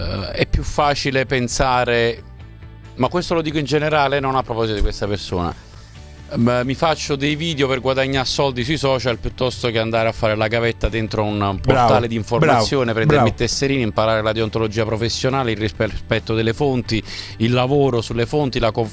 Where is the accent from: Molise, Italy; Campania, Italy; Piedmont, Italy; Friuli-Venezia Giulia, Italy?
Campania, Italy; Naples; moved away; Io quando torno a casa, a Napoli intendo, no? E tornerò adesso questo weekend